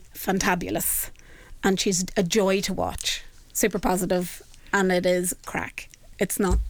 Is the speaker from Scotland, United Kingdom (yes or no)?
no; Northern Ireland, United Kingdom; because I'm from Fermanagh